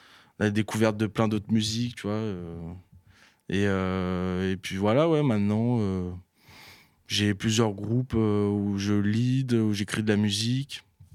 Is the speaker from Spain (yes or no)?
no; Moulins, Auvergne-Rhône-Alpes, France; now in Paris, France; J'ai 24 ans, je viens de pas très loin d'ici, je viens de Moulins, dans l'Allier, ouais, chez Auvergnat, ouais.